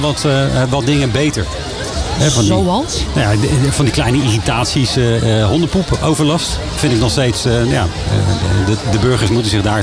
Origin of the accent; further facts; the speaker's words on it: Netherlands; now in Baarn, Netherlands; want de 9 vind ik als Hollander wel heel hoog.